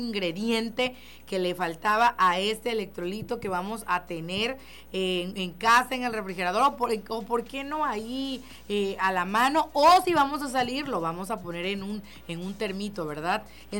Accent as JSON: {"language": "Spanish", "region": "Tabasco", "country": "Mexico", "said": "Somos de Tabasco y sabemos que pues sí aguantamos."}